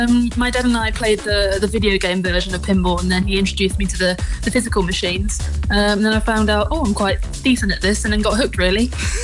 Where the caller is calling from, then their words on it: Chelmsford, East of England, United Kingdom; I'm calling from Chelmsford in Essex.